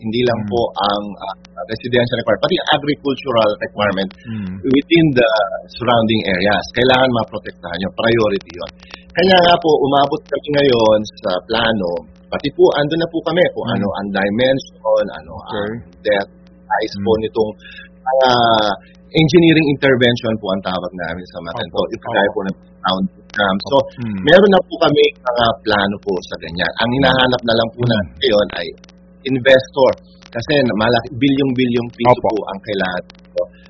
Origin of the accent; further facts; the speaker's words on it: Central Luzon, Philippines; ako po, taga Pampanga po ako